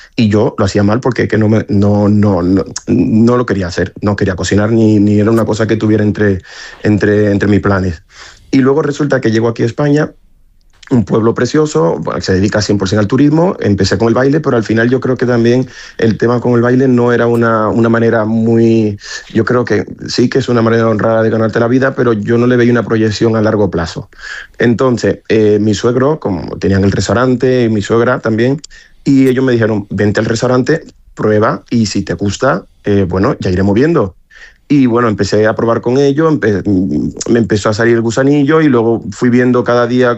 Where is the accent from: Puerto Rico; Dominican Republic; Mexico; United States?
Dominican Republic; now in Spain; fue cuando hicimos el concurso de las migas del pastor en la Sierra de Albarracín, que yo me presenté como dominicano.